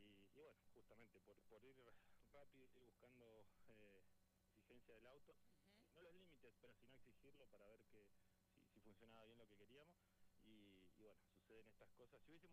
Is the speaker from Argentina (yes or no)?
yes; Argentina; somos argentinos